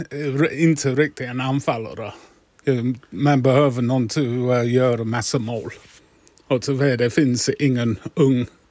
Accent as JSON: {"language": "Swedish", "town": "Windsor", "region": "South East England", "country": "United Kingdom", "second_language": "Swedish", "moved": "as an adult", "lives_now": "Halmstad, Sweden", "said": "from Windsor in England."}